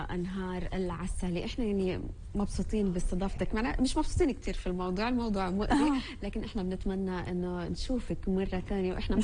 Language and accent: Arabic; Palestine; مكان نعتز به كفلسطينيين